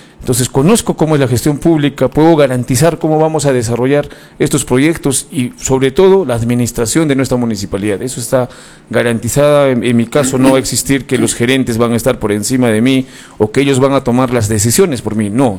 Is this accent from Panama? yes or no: no; Lamay, Cusco, Peru; yo he vivido toda mi vida en Lamay, he nacido ahí, he estudiado primaria, vivo ahí todos los fines de semana, la gente me conoce